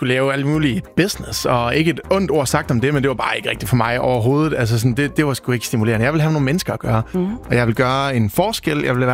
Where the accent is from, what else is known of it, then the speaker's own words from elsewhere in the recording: Central Denmark Region, Denmark; Det vil simpelthen være så fint at komme ud. Altså, jeg kommer fra Djursland af.